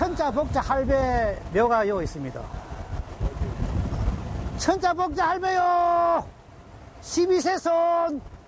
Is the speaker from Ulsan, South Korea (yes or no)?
yes; Ulsan, South Korea; moved away; 우리 자 한 요쪽에 내가 태어난 곳입니다. 대곡리 361번지 영궁. 나 영궁 출신입니다. 영궁 출신.